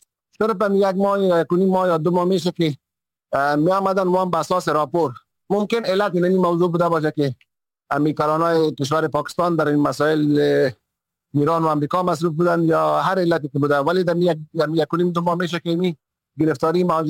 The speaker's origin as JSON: {"language": "Persian", "country": "Afghanistan", "said": "اگر دوباره به افغانستان هم برگردن، درست است که وطنشان است، وطن ما است، وطن مادر است، ولی در ام وطن خودم ممکن به شکل یک مهاجر زندگی بکنن"}